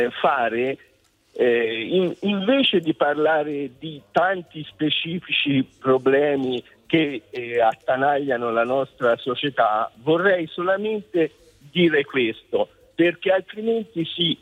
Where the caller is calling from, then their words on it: Tuscany, Italy; Dalla provincia di Arezzo, un bellissimo posto, il Casentino, per essere preciso.